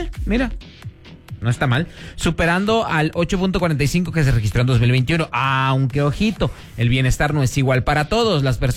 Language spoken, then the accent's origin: Spanish; Mexico; qué tan felices somos los mexicanos